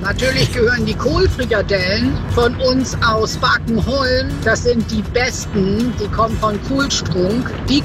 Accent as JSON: {"language": "German", "region": "Schleswig-Holstein", "country": "Germany", "said": "Hallo, hier ist … Also, ich komme direkt aus Dithmarschen"}